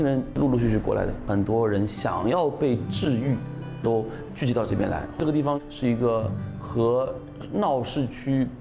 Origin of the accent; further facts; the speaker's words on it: Shanghai, China; 我就是青浦人呀，我之前是在市区里面上班，我是做金融的，我觉得哎村里面挺好，然后也方便自己做文化做音乐，所以就回到了村里面，把工作给辞了。